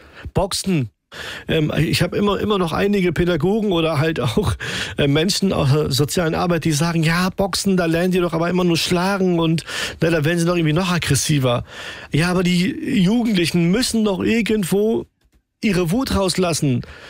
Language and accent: German; Germany; born there; Ich bin hier geboren, 88, in Stolzburg. So, spreche Hochdeutsch.